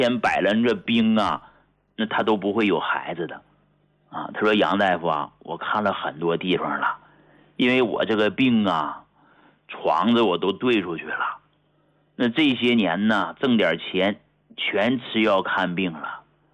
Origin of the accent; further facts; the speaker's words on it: China; 但研究西医西药的人呢，都是欧美人，那跟我们中国人体质它不一样